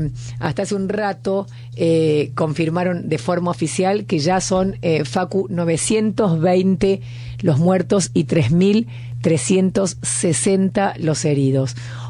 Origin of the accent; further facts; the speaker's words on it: Argentina; nosotros como República Argentina